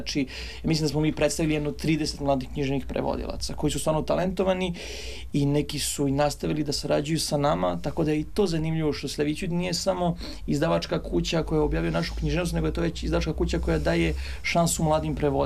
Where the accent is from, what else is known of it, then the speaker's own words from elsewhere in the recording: Serbia; Naravno kao neko koje je poreklom iz Srbije da predlažem srpske autore.